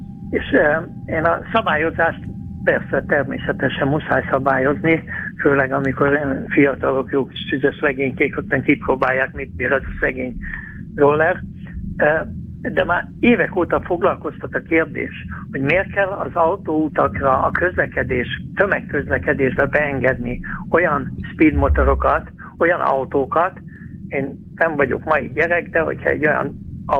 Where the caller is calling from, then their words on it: Hungary; vidéki vagyok